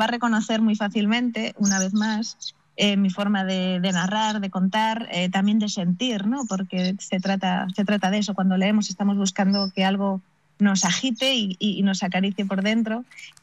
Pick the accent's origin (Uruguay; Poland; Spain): Spain; Santiago de Compostela, Galicia; nuestra mirada, yo siempre digo que es una mirada atlántica, marcada mucho, en mi caso de Santiago, por el propio Camino de Santiago